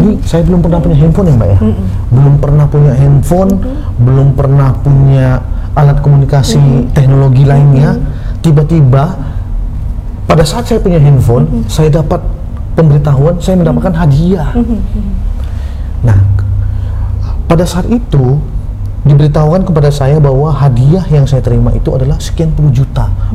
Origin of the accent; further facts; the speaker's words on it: Riau, Indonesia; born there; now in Surabaya, Indonesia; saya kan kebetulan lahir Riau, di Surabaya itu sejak 2021.